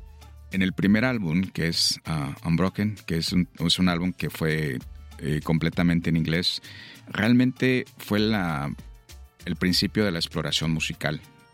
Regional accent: Veracruz, Mexico; nosotros estamos expuestos a una gama inmensa de sonidos y ritmos en Veracruz, que es la salsa, la cumbia, pues también el mariachi, el ranchero, todo eso, crecimos con ello, ¿no?

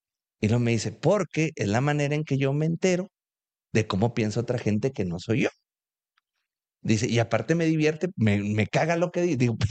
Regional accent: Chihuahua, Mexico; primero somos humanos Segunda, somos chihuahuenses.

